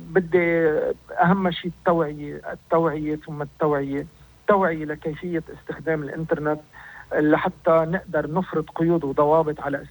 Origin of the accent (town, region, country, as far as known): Lebanon